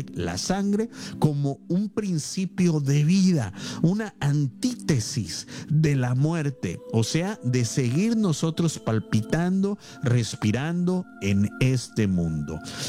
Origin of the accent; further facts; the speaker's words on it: Mexico; moved away; nosotros que venimos de México